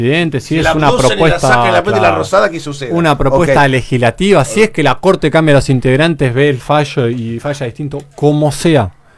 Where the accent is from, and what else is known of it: Argentina